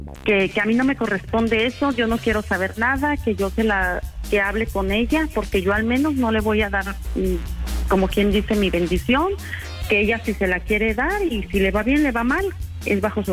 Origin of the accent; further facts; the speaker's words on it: Celaya, Guanajuato, Mexico; now in Dallas, United States; Soy originaria de Celaya, Guanajuato.